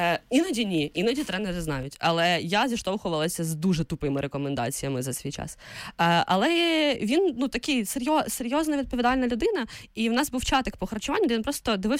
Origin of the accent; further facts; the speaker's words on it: Vinnytsia Oblast, Ukraine; Це у нас на Вінниччині так кажуть.